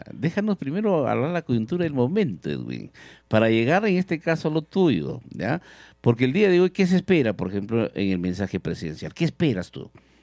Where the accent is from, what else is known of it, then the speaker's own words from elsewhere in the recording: Peru; Como peruanos tenemos que tener también una posición.